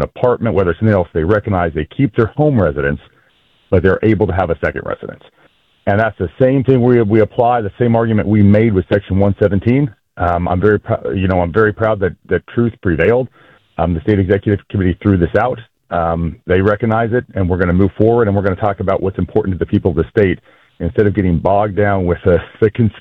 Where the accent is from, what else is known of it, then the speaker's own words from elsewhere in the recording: Alabama, United States; Born and raised in Alabama, have my farm in Alabama, my business is based in Alabama